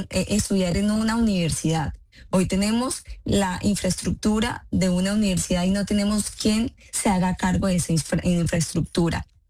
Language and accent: Spanish; Norte de Santander, Colombia; Una alerta que nos preocupa, que nos entristece como norte santandereanos.